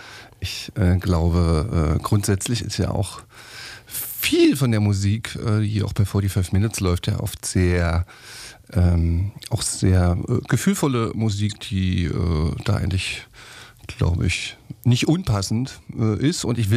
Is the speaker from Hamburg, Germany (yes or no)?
no; Frankfurt, Brandenburg, Germany; Ich komme gerade aus ja quasi meiner Heimatstadt, die Stadt, wo meine Mutter gelebt hat, Frankfurt-Oder.